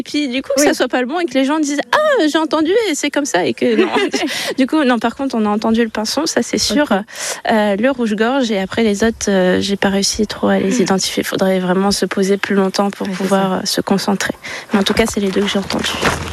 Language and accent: French; Hauts-de-France, France; moved away as an adult; also born or lived in Côtes-d'Armor; now in Cotentin, France; Alors, je suis originaire du Pas-de-Calais, du coup, voilà, dans le nord de la France, on a toujours fait ça. Et quand je suis venue ici en Normandie rejoindre mon compagnon